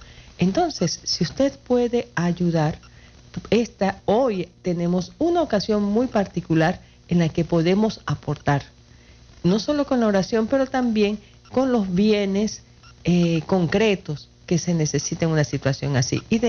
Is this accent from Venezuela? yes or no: yes; Venezuela; moved away as an adult; also born or lived in Santiago, Chile; now in Santiago de los Caballeros, Dominican Republic; la situación de mi país de origen, Venezuela